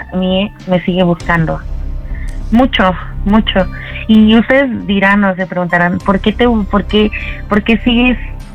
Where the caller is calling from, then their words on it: Coyoacán, Mexico City, Mexico; 28 y aquí de Coyoacán.